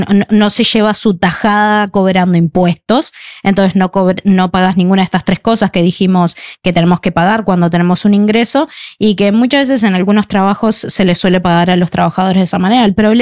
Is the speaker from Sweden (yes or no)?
yes; Sweden; Spanish is a second language; No sé si es porque soy muy sueca que cumplo con todo